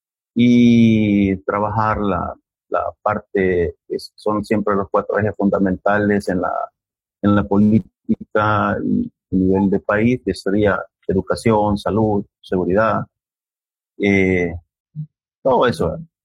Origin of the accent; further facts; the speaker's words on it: Usulután, El Salvador; nosotros vivimos aquí en Usulután, yo siempre he vivido en el centro de Usulután, andado aquí por Barrio El Molino, El Calvario, aquí por la zona del Injude. Bueno, mis padres son originarios del municipio o distrito ahora de Ereboiquín.